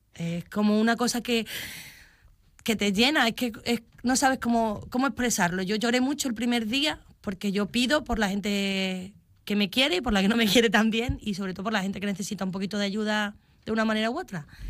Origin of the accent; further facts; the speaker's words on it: Mérida, Extremadura, Spain; Sí, fue mi barrio, fue el barrio donde yo nací